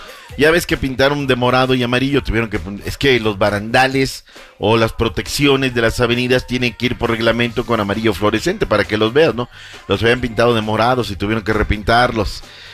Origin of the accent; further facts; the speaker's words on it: Chicago, Illinois, United States; Estados Unidos, que entra Don en Chicago, te compartí las imágenes, mi tierra, ahí en el Soldier Field, espectacular.